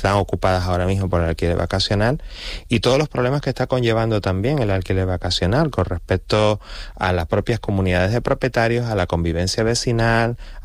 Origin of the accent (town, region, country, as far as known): Canary Islands, Spain